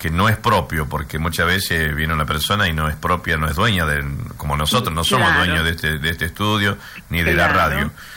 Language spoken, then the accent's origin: Spanish; Argentina; Como buenos argentinos que somos.